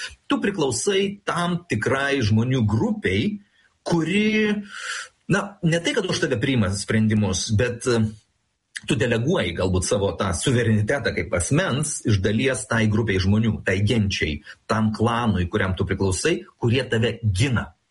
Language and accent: Lithuanian; Pakruojis, Šiauliai County, Lithuania; Ar iš kur aš kilęs, aš iš Pakruojo, ar Dirvinių ir Gailiušių